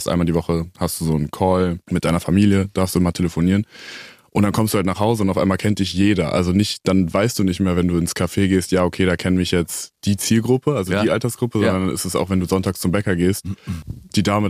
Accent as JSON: {"language": "German", "town": "Melsungen", "region": "Hesse", "country": "Germany", "tie": "born or raised there", "said": "In Kassel, also Nähe Kassel, Melsungen heißt das."}